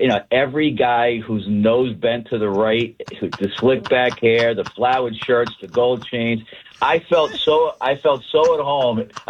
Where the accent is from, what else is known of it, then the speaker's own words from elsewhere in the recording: Bronx, New York, United States; I was taught at a very young age when I grew up in the Bronx and throughout my career by my parents and my grandparents